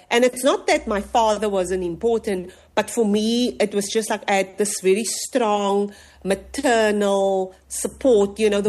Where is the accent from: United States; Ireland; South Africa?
South Africa; Cape Town, Western Cape; moved away; I'm from the Cape Flats. I'm from Mitchells Plain. These are my people.